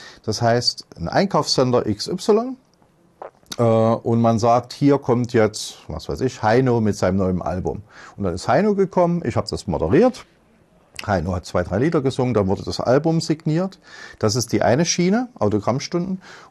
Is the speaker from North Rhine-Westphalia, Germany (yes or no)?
no; Leipzig, Saxony, Germany; born there; 1970 geboren in Leipzig, noch wohnhaft in Leipzig, und der seit 40 Jahren für die Musik lebt